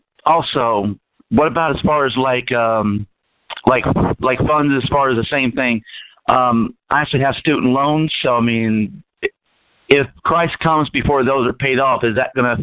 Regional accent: Tennessee, United States; born there; now in Florida, United States; back in the country, back in the hills of Tennessee.

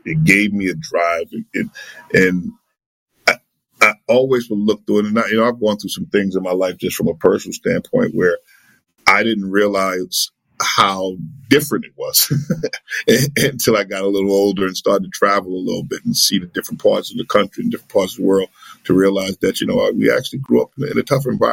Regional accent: Bronx, New York, United States; born or raised there

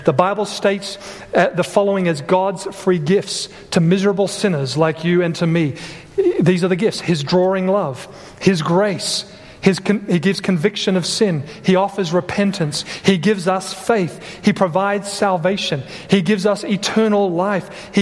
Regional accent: Australia; moved away as an adult

